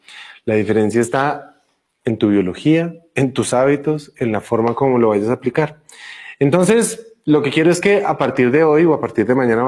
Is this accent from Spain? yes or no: no; Colombia; como yo soy colombiano